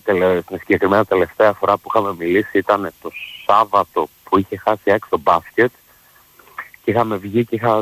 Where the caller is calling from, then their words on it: Nea Ionia, Attica, Greece; από τη Νέα Ιωνία. Πώς είσαι?